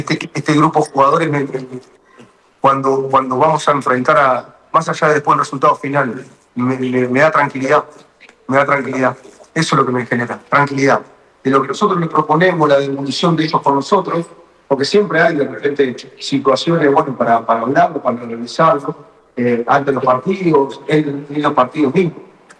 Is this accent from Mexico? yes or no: no; Uruguay; como entrenador y como uruguayo